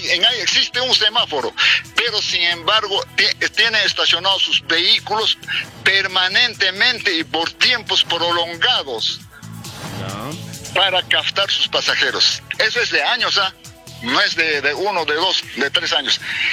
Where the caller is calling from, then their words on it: Calca, Cusco, Peru; mi tierra Calca